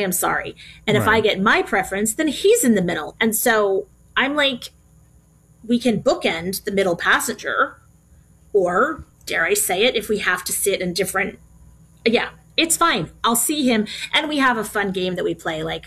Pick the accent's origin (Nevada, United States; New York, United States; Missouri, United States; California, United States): New York, United States; Long Island; born there; Now, I was born in New York on Long Island.